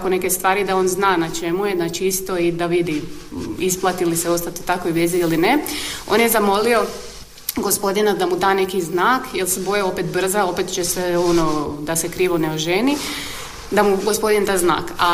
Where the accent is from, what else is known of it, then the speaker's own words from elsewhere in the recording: Federation of Bosnia and Herzegovina, Bosnia & Herzegovina; I sad idem ja tamo, to je moj rodni kraj